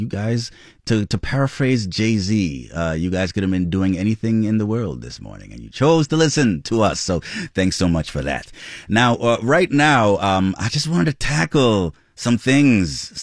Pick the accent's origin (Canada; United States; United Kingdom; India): Canada; Montreal, Quebec; I am an Anglo-Quebecer. I grew up here in Montreal as an Anglo-Quebecer